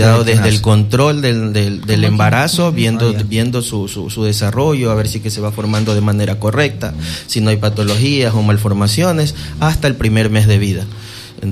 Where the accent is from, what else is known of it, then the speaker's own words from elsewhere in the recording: Quevedo, Los Ríos, Ecuador; born there; cuando yo estudié aquí, ¿no? Éramos pocos los que tuvimos la oportunidad de salir de Quevedo